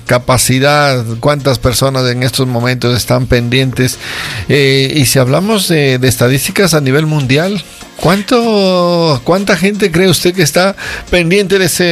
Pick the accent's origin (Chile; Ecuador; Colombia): Ecuador